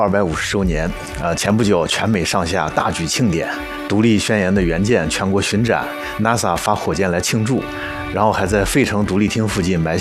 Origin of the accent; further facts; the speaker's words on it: China; 我们中国人